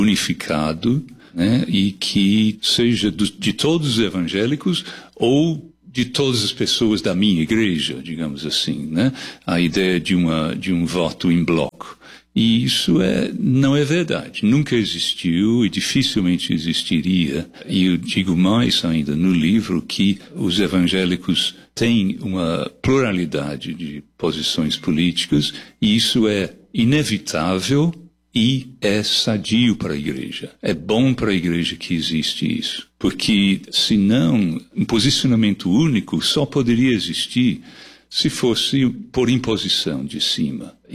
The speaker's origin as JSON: {"language": "Portuguese", "region": "England", "country": "United Kingdom", "tie": "born or raised there", "second_language": "Portuguese", "moved": "as an adult", "lives_now": "Brazil", "said": "Eu nasci na Inglaterra, nascido e criado na Inglaterra. Eu moro no Brasil desde 1976, então 50 anos."}